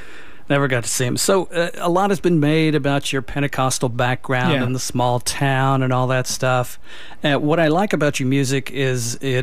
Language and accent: English; Kentucky, United States; I'm from Kentucky.